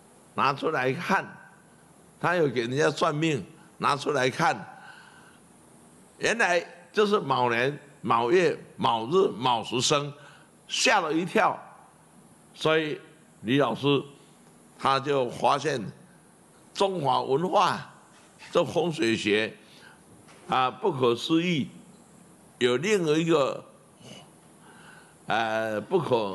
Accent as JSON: {"language": "Chinese", "town": "Zhongliao", "region": "Nantou County", "country": "Taiwan", "tie": "born or raised there", "said": "他请他到我家乡啊，到我家乡的中寮啊"}